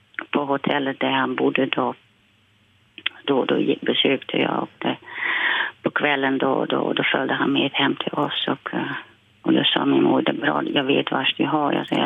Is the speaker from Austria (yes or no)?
no; Silvolde, Gelderland, Netherlands; Swedish is a second language; moved away as an adult; now in Åsele, Sweden; Jag är från Silvolde.